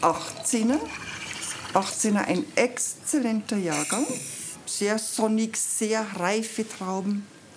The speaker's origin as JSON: {"language": "German", "region": "Bavaria", "country": "Germany", "lives_now": "France", "said": "Ich komme aus dem Bayerischen Wald, Niederbayern."}